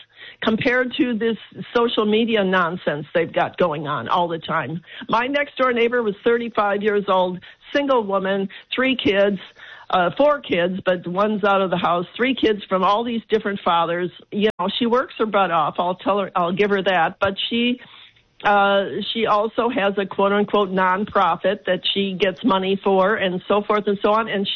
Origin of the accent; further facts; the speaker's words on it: Chicago, Illinois, United States; I was looking when I grew up in Chicago. I saw these pretty high-rise buildings on the south side